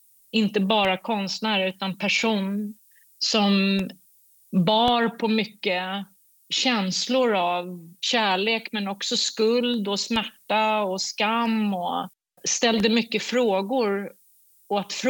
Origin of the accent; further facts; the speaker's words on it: Sweden; han är från Kanada och jag är från Sverige